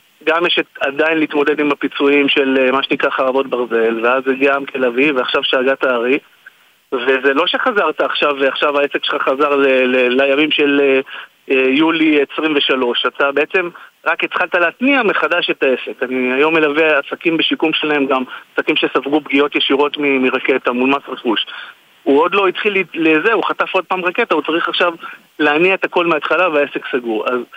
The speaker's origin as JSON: {"language": "Hebrew", "town": "Kiryat Shmona", "region": "Northern District", "country": "Israel", "tie": "born or raised there", "also_born_or_lived": "Herzliya", "said": "אני גדלתי ונולדתי וגדלתי בקריית שמונה. יצאתי החוצה, גרתי 10 שנים בהרצליה, במרכז, למדתי, התפתחתי, אני עושה במילואים, ובחרתי לחזור לפני 12 שנים בביתה."}